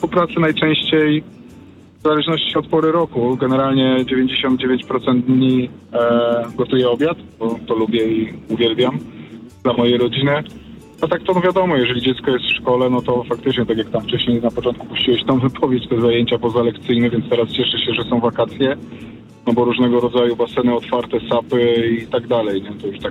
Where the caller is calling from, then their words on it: Brenna, Silesian Voivodeship, Poland; wracam do siebie pod granicę czeską, do Brennej.